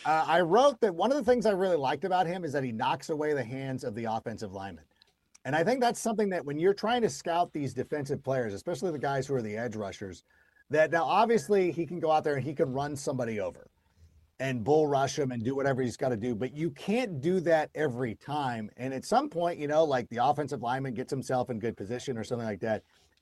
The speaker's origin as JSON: {"language": "English", "region": "California", "country": "United States", "tie": "born or raised there", "said": "It's from my hometown. Miguel's Jr., Don Ramon's, anybody in the Southern California area."}